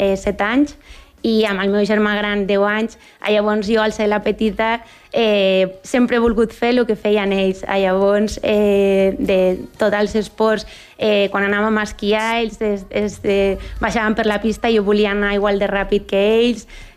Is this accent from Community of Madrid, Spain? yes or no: yes; Madrid, Community of Madrid, Spain; born there; Vaig néixer a Madrid el 4 de gener de 1985.